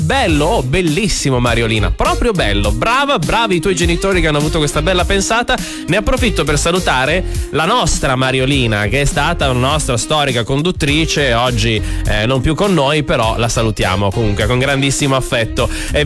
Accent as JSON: {"language": "Italian", "country": "Brazil", "lives_now": "Italy", "said": "io vengo dal Brasile, sono stata adottata, ma i miei mi hanno lasciato lo stesso nome e lo apprezzo molto."}